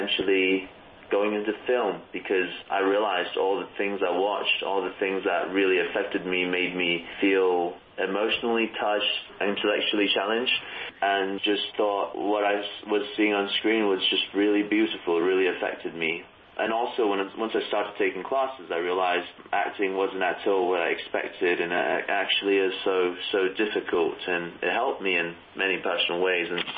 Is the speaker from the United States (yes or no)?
no; Hong Kong; born there; moved away; also born or lived in China / Canada; coming to Hong Kong